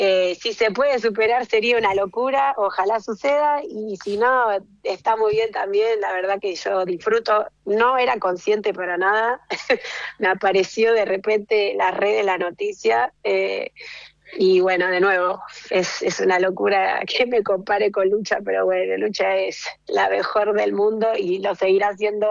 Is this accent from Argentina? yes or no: yes; Argentina; me encantaría que se empiece a conocer mucho más el hockey y todo nuestro mundo, porque realmente en Argentina tenemos un semillero de increíbles jugadoras